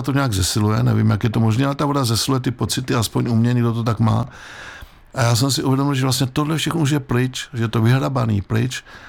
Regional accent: Most, Ústí nad Labem Region, Czechia; moved away; my jsme oba z Mostu. A já do toho Mostu, já už tam nikoho nemám.

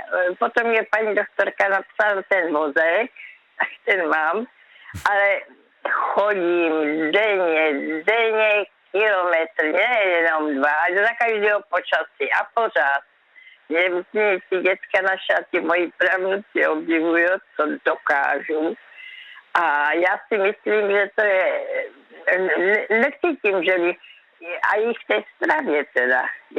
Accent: Brno, South Moravian Region, Czechia; Víte, kde jsem vyrostla v Kamence? To je samý vrch, samý kopec

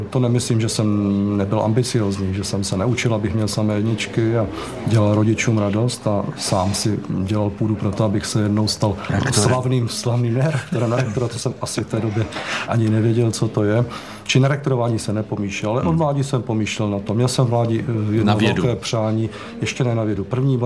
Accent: Teplice, Ústí nad Labem Region, Czechia; born there; moved away as an adult; now in Prague, Czechia; Já jsem se narodil v Teplicích, v Praze jsem od roku 66, kdy jsem přišel na studia a už jsem se z Prahy od té doby nikam neodstěhoval.

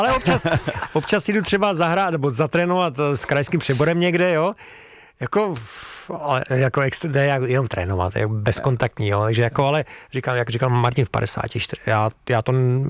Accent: Hradec Králové, Hradec Králové Region, Czechia; born or raised there; also born or lived in Havlíčkův Brod

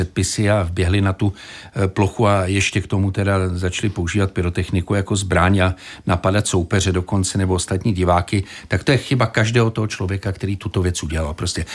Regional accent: Prague, Czechia; já tím, že jsem z Prahy 10, tak jsem si vybíral mezi Bohemkou a Slávií samozřejmě, protože jsou dva stadiony, které a dva kluby, které tam máme.

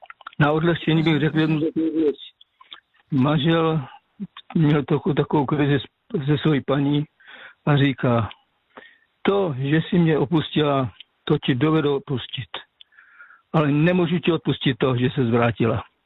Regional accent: Moravian Slovakia, Czechia; now in Kopřivnice, Czechia

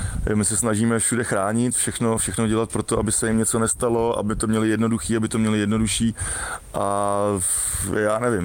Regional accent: Děčín, Ústí nad Labem Region, Czechia; a u nás v Děčíně kor, jakoby, my to máme prostě rádi, to my to máme v krvi, my tady na severu to máme trošku složitější

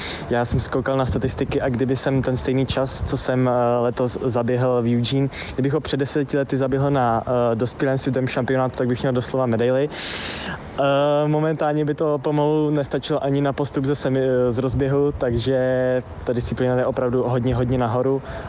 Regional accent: České Budějovice, South Bohemian Region, Czechia; Já jsem z Českých Bojovic, Luje z Tábora

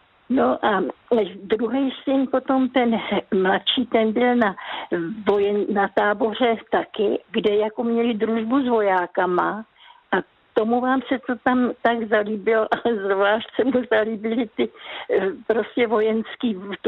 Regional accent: Vysočina Region, Czechia; born there; Moje rodiště je, kde teďka je přehrada Želivka, ano?

